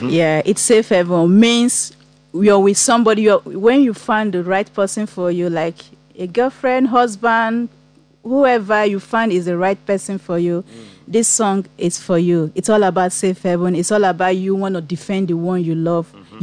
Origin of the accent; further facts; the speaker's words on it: Abia, Nigeria; I'm Igbo. I'm from Abia State.